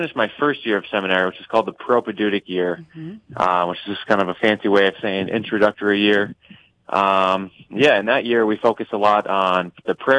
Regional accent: Jamestown, North Dakota, United States; Yeah, so I grew up in Jamestown, North Dakota, just an hour and a half west of Fargo. I grew up there too. Catholic family, we're raised in the sacraments.

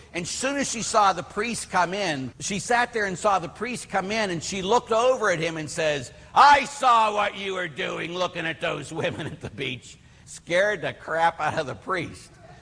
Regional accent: Pittsburgh, Pennsylvania, United States; When we were kids, I'll never forget, we came to Waldemere. And at Waldemere, because we're from Pittsburgh, we came up there.

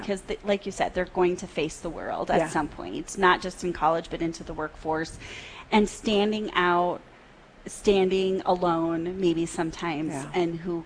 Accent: South Dakota, United States; I grew up in Eastern South Dakota, so I know.

